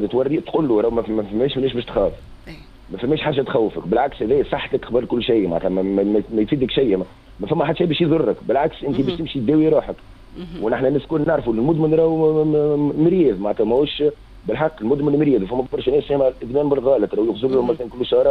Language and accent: Arabic; Tunisia; نحن عندنا عقليه في تونس